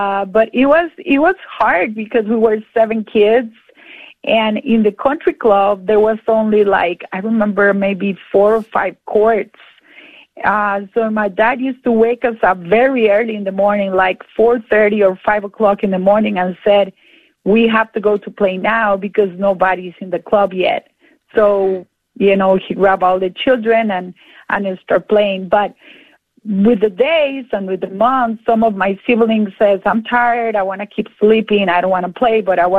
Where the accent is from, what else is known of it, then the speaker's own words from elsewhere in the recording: Costa Rica; now in Atlanta, United States; right now I live in Atlanta, Georgia, but I was born in Costa Rica.